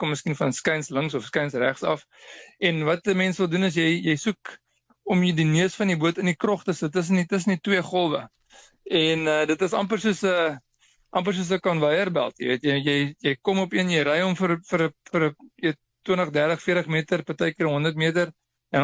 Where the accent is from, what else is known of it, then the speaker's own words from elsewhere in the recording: Fish Hoek, Western Cape, South Africa; ons is van Visoek af, ons sê altyd die wind is gebode in Visoek.